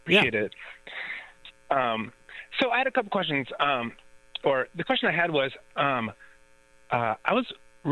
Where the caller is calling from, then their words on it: Madison, Wisconsin, United States; I live in Madison right now.